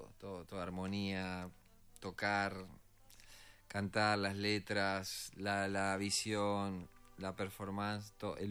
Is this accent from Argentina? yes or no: yes; Concordia, Entre Ríos, Argentina; also born or lived in Rosario; Soy de Rosario, pero me crié en Concordia.